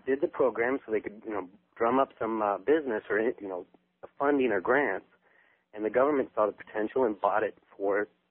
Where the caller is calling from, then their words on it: Juneau, Alaska, United States; I'm calling from Juneau, Alaska.